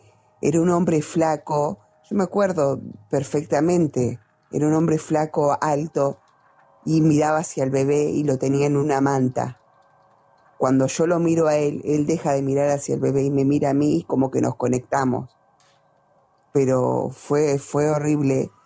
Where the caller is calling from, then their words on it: Río Negro, Argentina; soy de Río Negro.